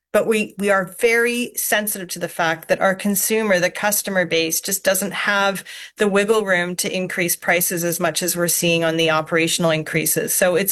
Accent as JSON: {"language": "English", "country": "Canada", "said": "In everywhere we go as a Canadian living our life, we feel like our costs of living have gone up."}